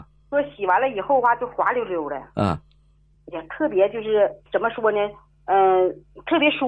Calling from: Shenyang, Liaoning, China; 我是沈阳的，

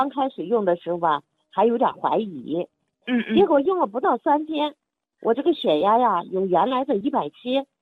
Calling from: Shenyang, Liaoning, China; 你好，我是沈阳的一个患者。

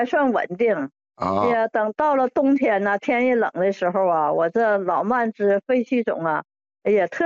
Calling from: Dalian, Liaoning, China; 我是大连的，今年呢72岁了，

